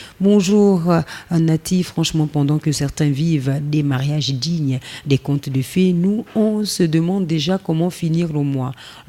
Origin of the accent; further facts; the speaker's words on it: Gabon; Mais pourquoi nous rendre la tâche si difficile quand nous savons qu'en tant que Gabonais et agent de l'État, c'est notre droit d'avoir une pièce d'identité?